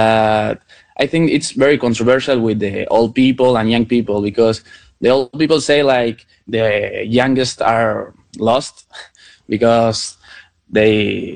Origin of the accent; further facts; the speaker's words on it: Argentina; English is a second language; I'm from Argentina. Sorry about my English.